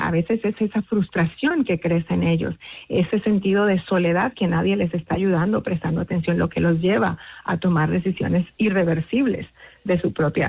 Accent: Nicaragua; now in United States; igual en mi país Nicaragua, la educación. Y aquí en Estados Unidos tenemos otros problemas socioemocionales y políticos

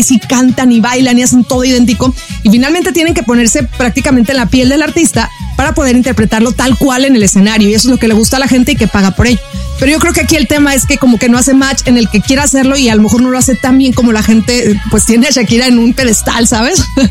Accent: Mexico; así no somos los latinos ni los mexicanos.

